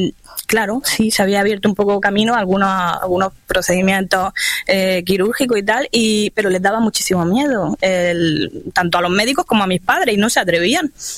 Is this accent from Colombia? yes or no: no; Sabadell, Catalonia, Spain; born there; yo nací en Sabadell, ¿no? Que es un pueblo de Barcelona.